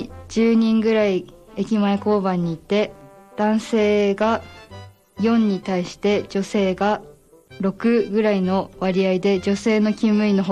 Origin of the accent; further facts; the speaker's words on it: Daisen, Akita, Japan; 私は20歳で、出身地は大仙市大曲です。